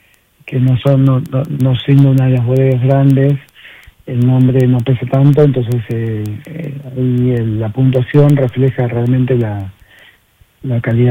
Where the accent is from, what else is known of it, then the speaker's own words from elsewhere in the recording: Buenos Aires, Argentina; yo soy de Buenos Aires